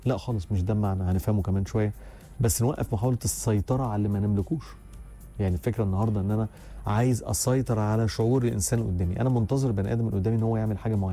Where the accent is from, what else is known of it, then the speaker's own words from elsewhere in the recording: Egypt; مش كمصري بس